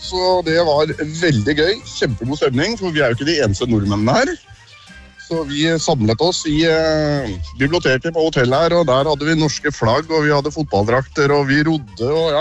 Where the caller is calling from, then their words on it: Asker, Akershus, Norway; den blir senere hjemme i Asker